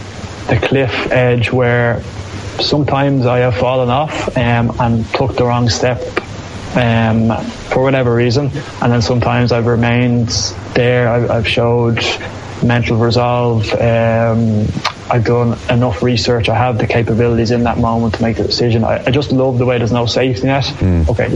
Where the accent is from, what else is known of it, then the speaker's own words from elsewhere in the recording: Glasnevin, Leinster, Ireland; I grew up in Glasnevin, which so happens to have my own club, Nafine, in it